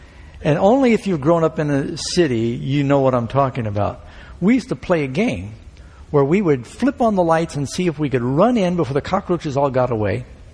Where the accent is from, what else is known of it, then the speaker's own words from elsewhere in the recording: New York City, New York, United States; moved away; I remember growing up in New York City